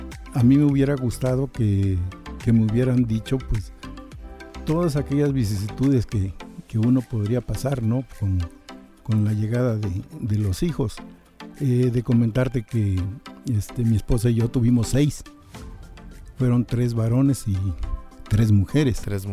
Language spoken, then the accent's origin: Spanish; Veracruz, Mexico; moved away as an adult; Pero yo soy del puerto de Veracruz.